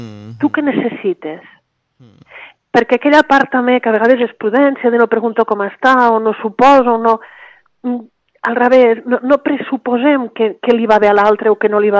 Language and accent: Catalan; Lleida, Catalonia, Spain; hi havia padrines, jo sóc de Lleida, hi havia àvies